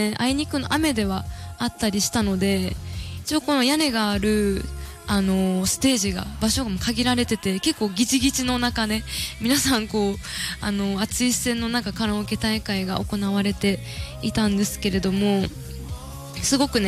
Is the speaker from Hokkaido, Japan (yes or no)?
yes; Hokkaido, Japan; の地元は北海道になっておりまして